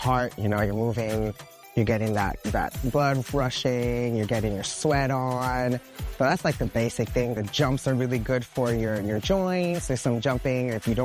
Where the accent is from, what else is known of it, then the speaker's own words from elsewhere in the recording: New York City, New York, United States; I'm from New York City originally. I'm from Queens. My parents are Colombian.